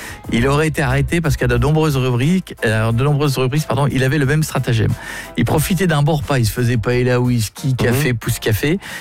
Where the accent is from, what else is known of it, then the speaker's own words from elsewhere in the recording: Marle, Hauts-de-France, France; moved away; À Marle-sur-Serre. Ah ouais, là où j'ai grandi, dans l'Aisne.